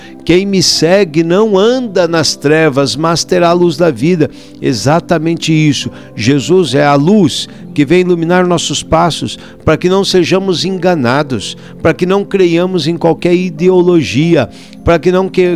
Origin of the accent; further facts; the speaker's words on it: Brazil; accent: caipira; Como bom caipira, trupica